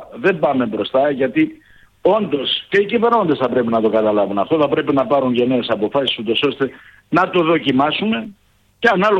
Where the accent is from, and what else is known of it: Greece